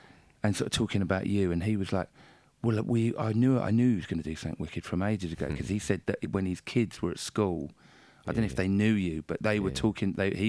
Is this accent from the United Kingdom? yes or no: yes; London, United Kingdom; my youth growing up in London.